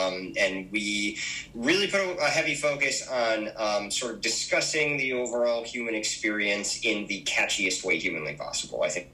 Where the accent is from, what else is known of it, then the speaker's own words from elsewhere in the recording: Naugatuck, Connecticut, United States; We're from Naugatuck, Connecticut, which is, if you're not aware, a tiny little borough that's attached to Waterbury and over in New Haven County.